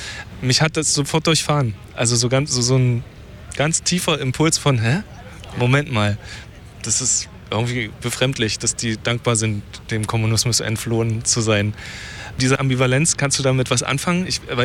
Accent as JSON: {"language": "German", "country": "Germany", "tie": "born there", "said": "ich komme ja aus der DDR, ne? Also ich bin da geboren."}